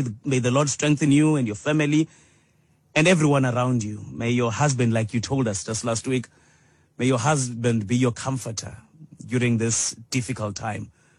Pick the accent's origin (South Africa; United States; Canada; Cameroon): South Africa; I'm a patriotic South African. My patriotic South African.